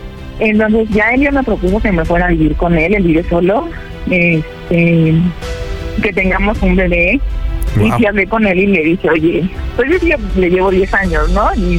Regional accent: Mexico City, Mexico; now in Mérida, Mexico; Tengo 35 años. Yo soy de la Ciudad de México, pero por cuestión de trabajo, ando en Mérida.

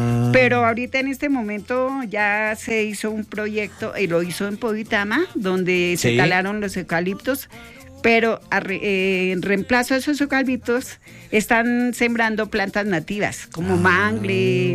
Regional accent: Susacón, Boyacá, Colombia; moved away as an adult; now in Duitama, Colombia; Yo no soy de Duitama, yo soy del norte de Boyacá, del de Susacón.

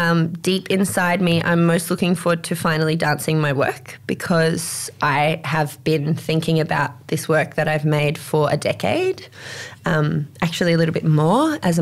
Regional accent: Alice Springs, Northern Territory, Australia; also born or lived in Germany; when I come back to my home, because I was born and raised here in Alice

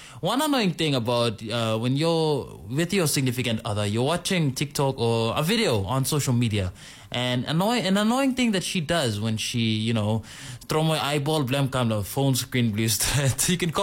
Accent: Papua New Guinea; She doesn't even know I'm from Papua New Guinea.

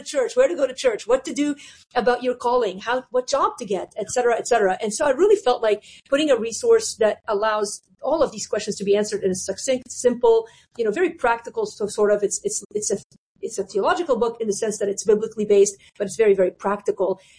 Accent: Lebanon; born or raised there

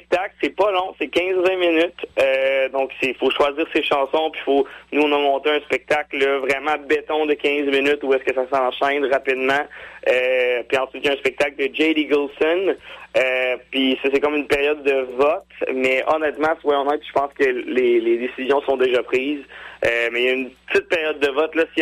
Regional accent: Quebec, Canada; Lasso, on l'avait aussi à cause qu'on est des Québécois.

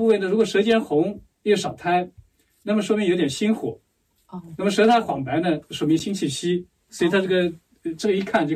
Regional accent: China; 特别我们中国人吃东西讲究

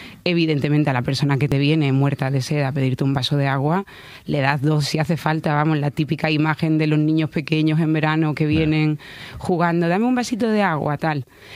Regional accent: Seville, Andalusia, Spain; encima soy sevillana, he sido camarera en Sevilla

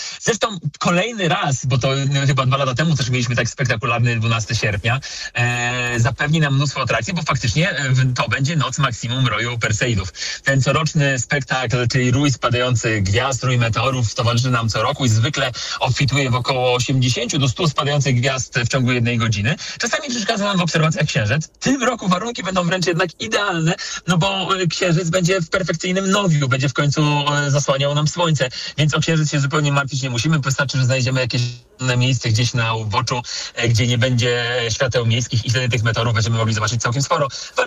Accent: Warsaw, Masovian Voivodeship, Poland; na prawy brzeg Wisły, czyli na wschodnią stronę Warszawy, skąd sam pochodzę, z Pragi Północ.

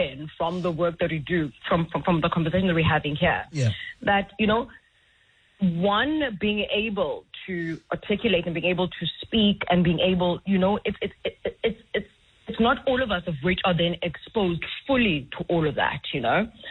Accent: Umlazi, KwaZulu-Natal, South Africa; moved away as an adult; now in Johannesburg, South Africa; So yes, so born and bred in Lazi, went to high school in Durban, varsity in Durban as well, partially, before, of course, moving to Johannesburg after the passing of my dad.

